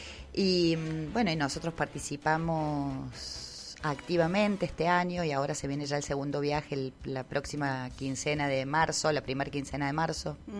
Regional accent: La Carlota, Córdoba, Argentina; Yo de la Carlota.

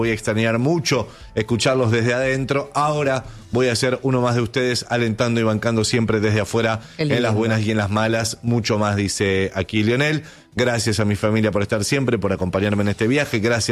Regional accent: Argentina

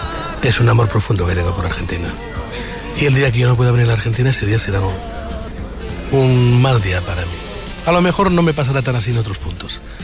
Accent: Catalonia, Spain

